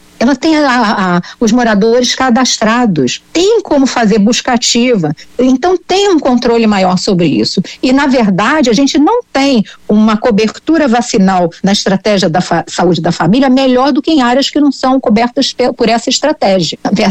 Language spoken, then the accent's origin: Portuguese; Rio de Janeiro, Brazil